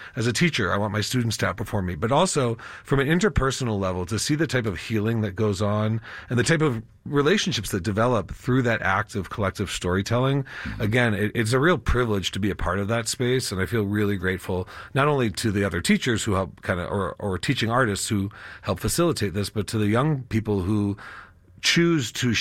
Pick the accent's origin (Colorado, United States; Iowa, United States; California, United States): Colorado, United States; born or raised there